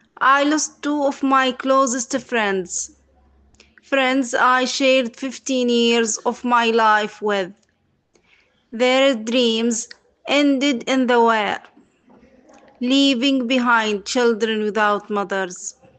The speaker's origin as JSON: {"language": "English", "town": "Gaza", "region": "Gaza Strip", "country": "Palestine", "said": "32 years old. I am from Gaza, Palestine."}